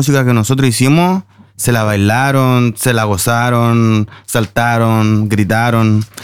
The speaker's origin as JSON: {"language": "Spanish", "town": "Viña del Mar", "region": "Valparaíso", "country": "Chile"}